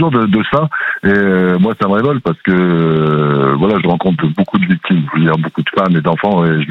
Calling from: Nouvelle-Aquitaine, France; De Charente, à côté d'Angoulême.

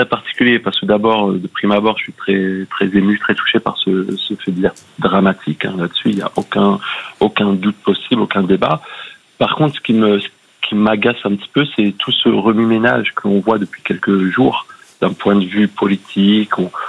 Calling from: Caen, Normandy, France; De Caen, dans le Calvados.

